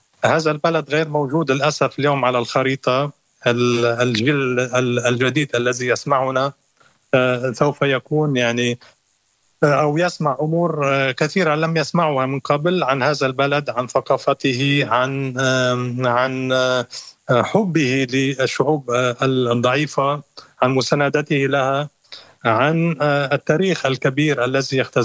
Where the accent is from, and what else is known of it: Lebanon